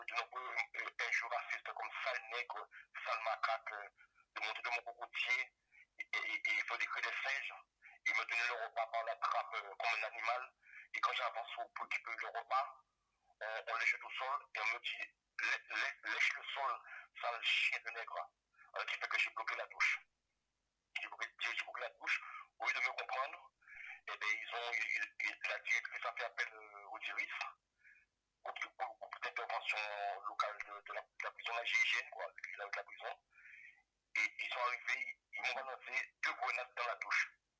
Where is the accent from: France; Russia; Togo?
France; Guadeloupe; moved away; moi, je suis un Guadeloupéen, et j'ai le mental, et la force de tenir malgré tout.